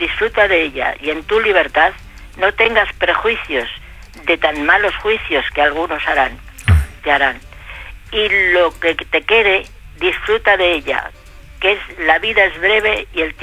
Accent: Valladolid, Castile and León, Spain; Yo soy de Valladolid.

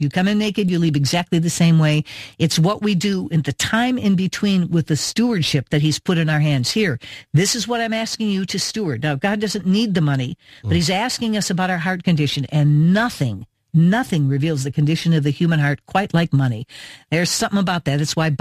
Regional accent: Evanston, Illinois, United States; born there; You are from Evanston. I was born in Evanston, sister, so I think that's cool.

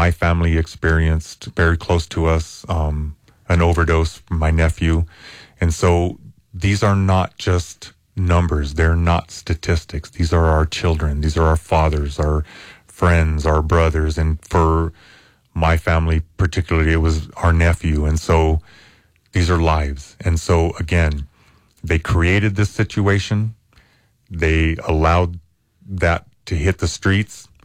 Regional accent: New Mexico, United States

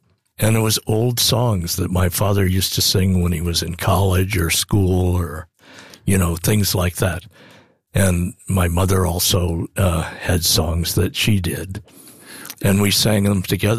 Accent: Falmouth, Maine, United States; also born or lived in Montreal / Fort Myers Beach, Florida; now in Florida, United States; Well, where I grew up was in Maine, Falmouth, Maine. But I found out that I've been living in Florida more years than I lived in Maine when I grew up.

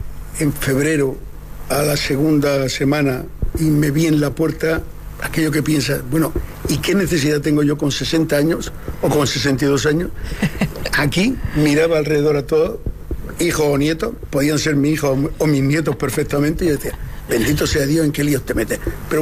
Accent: Calasparra, Region of Murcia, Spain; born there; also born or lived in Barcelona; yo nací en Barcelona, pero estudié en Calasparra. Me vine a vivir a Calasparra, en Murcia.

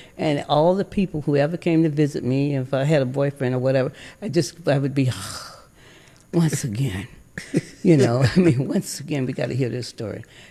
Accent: the South, United States; And that's how we heard black music growing up in the South.

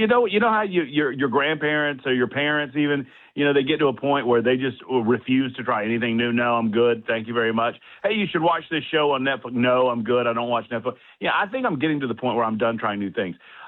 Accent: Georgia, United States; No, you know, oddly, you know, I grew up in Georgia, and you might, you know, Coke being from Atlanta, you would expect.

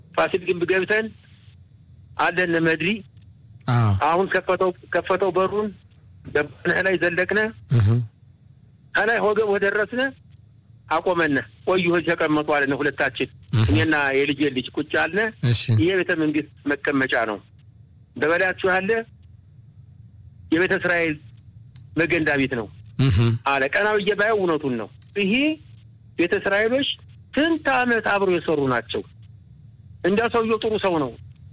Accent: Gondar, Amhara, Ethiopia; አሁንማ ገና ጎንደር ግባ ስል እንትን ግልኮን ውጣ ስል እንዲያ ወደ ተሸበረ ያደግኩበት ሀገር ነው ጎንደር

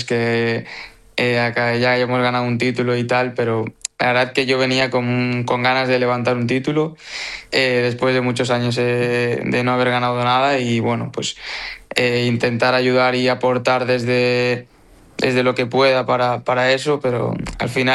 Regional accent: Pamplona, Navarre, Spain; now in Pontevedra, Spain

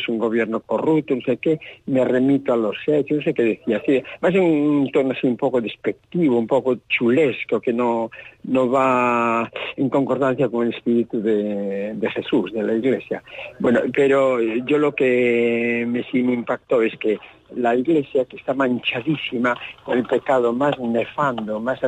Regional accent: Ares, Galicia, Spain; en mi pueblo, yo era de Ares, vivía allá y era como hablábamos allí, aunque era un mal gallego, pero bueno, me la aprendí.

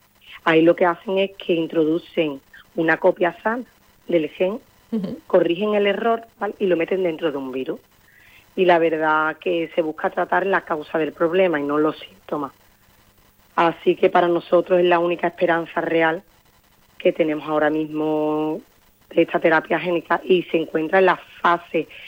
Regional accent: Tocina, Andalusia, Spain; Nosotros somos de Tocina, de un pueblo de Sevilla.

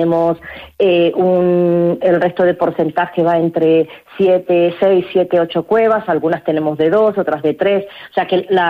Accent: Andalusia, Spain; para hacer turismo en mi tierra, ¿no? En el propio geoparque, como nos gusta hacer a muchas personas que vivimos por aquí.

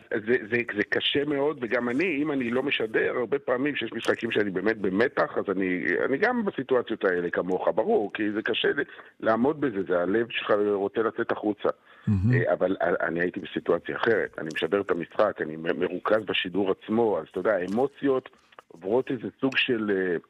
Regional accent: Beersheba, Southern District, Israel; born there; כן, נולדתי בבאר שבע

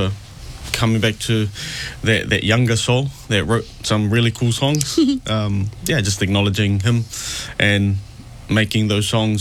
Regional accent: South Auckland, Auckland, New Zealand; I'm from South Auckland, and definitely a big shout out to all our South Aucklanders, our Pasifika, to be proud of South Auckland.

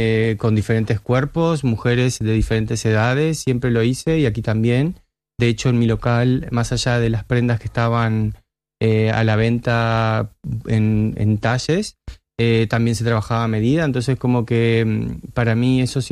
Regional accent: Uruguay; moved away as an adult; now in Valencia, Spain; Trabajo en moda en Uruguay, en mi país.

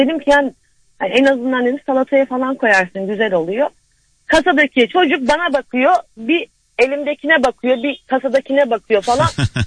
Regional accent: Kars, Turkey; Karslıyım bu arada. Daha önce de aramıştım ama.

